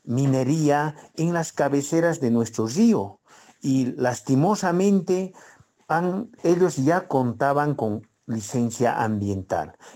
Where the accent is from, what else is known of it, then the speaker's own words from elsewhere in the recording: Sucre, Chuquisaca, Bolivia; los directos afectados somos los habitantes del Distrito 7